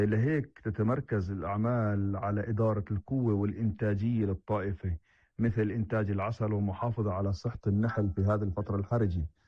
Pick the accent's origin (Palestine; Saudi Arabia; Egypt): Palestine; عندنا في فلسطين